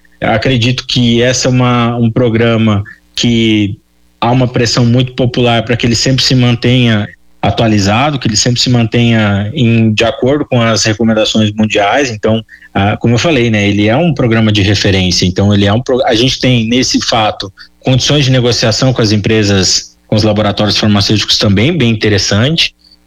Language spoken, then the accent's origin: Portuguese; Brazil